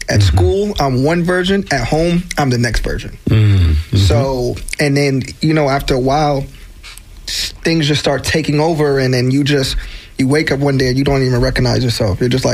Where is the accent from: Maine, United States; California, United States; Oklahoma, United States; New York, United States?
New York, United States; is born and raised Bronx, New York.